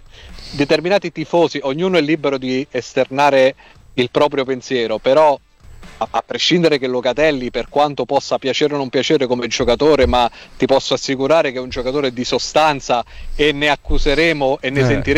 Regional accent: Minturno, Lazio, Italy; Tu sai, io sono di Minturno, e a Minturno un periodo ha giocato proprio da ragazzo Dino Fava Passaro

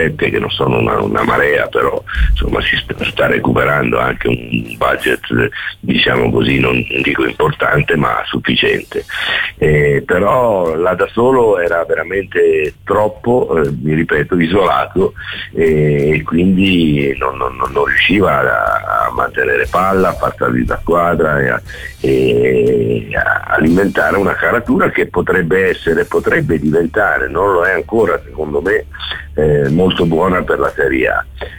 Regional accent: Rome, Lazio, Italy; born there; ecco, lui è un po' come me, io sono nato a Roma

